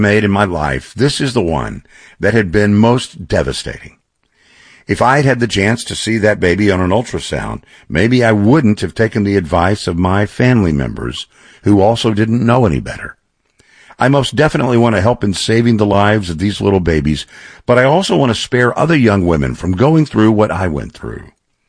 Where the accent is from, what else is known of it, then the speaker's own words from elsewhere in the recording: Texas, United States; It's not true in my home state of Texas.